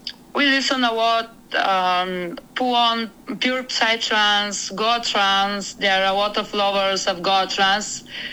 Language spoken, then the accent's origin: English; Varna, Varna Province, Bulgaria; now in Plovdiv, Bulgaria; I'm from Varna, Bulgaria, but now I live in Plovdiv. Plovdiv is in the middle of Bulgaria.